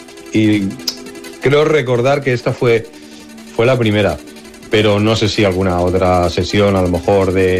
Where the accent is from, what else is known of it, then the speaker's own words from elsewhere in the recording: Barcelona, Catalonia, Spain; also born or lived in L'Hospitalet de Llobregat; Bueno, yo soy de Barcelona, aunque nací en Hospitalet de Llobregat, pero bueno, fue nacer y ya muy poquito mis padres fueron a vivir a Barcelona y siempre he vivido en Barcelona